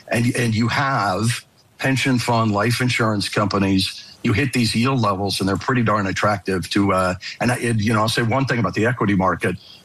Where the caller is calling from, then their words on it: Saskatchewan, Canada; So, by the way, I'm doing this from Saskatchewan, which is a good, cool place to be.